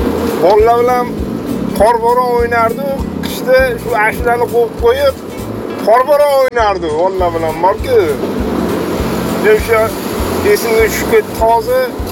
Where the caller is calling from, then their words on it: Tashkent, Uzbekistan; Yana bir bor Toshkentdan